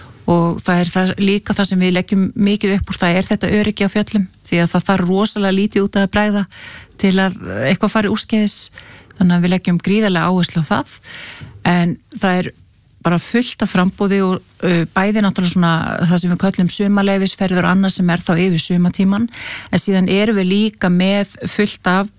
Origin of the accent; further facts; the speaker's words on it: Mosfellsbær, Capital Region, Iceland; þá var ég að stýra svona verkefni upp í Mosfellsbæ, mínum heimabæ heilsueflandi samfélag